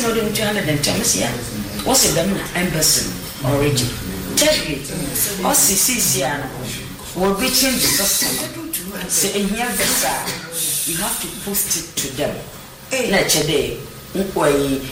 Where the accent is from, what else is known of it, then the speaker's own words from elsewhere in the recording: Ghana; And I find it so much expensive as a Ghanaian.